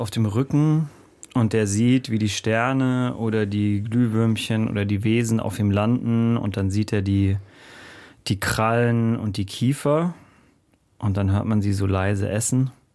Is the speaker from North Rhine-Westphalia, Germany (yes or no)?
no; Bavaria, Germany; Zwischen München und Garmisch-Partenkirchen. Genau, also ziemlich genau dazwischen.